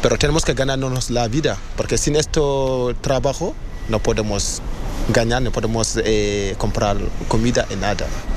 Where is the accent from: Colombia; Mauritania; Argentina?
Mauritania; Spanish is a second language; moved away as an adult; also born or lived in Senegal; now in Spain; soy mauritano y senegalés. Tengo 24 años. Llegué a España el 2 de marzo 2025.